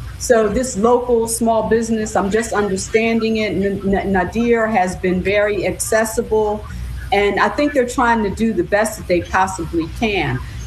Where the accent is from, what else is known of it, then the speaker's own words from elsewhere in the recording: Philadelphia, Pennsylvania, United States; We feel kind of proud, you know, because we're all here from Philadelphia.